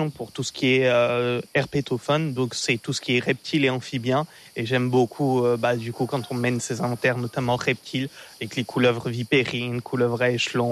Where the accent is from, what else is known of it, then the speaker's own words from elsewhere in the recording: Auvergne-Rhône-Alpes, France; par chez nous en Haute-Loire.